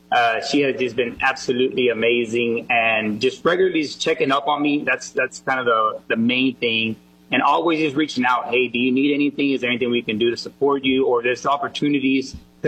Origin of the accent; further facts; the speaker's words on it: Fort Worth, Texas, United States; At the age of two, we moved to Texas, and I was raised there in Fort Worth.